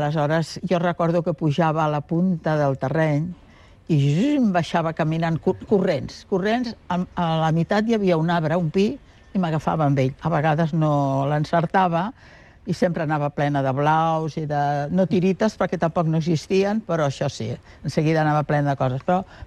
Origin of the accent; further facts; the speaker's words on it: Barcelona, Catalonia, Spain; born there; now in La Floresta, Spain; vaig néixer a Barcelona.